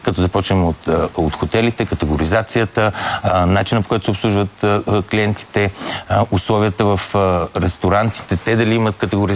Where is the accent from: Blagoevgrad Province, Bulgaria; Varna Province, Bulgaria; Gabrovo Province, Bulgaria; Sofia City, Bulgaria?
Sofia City, Bulgaria; Sofia; Аз съм софиянец и естествено предпочитах да е тук в София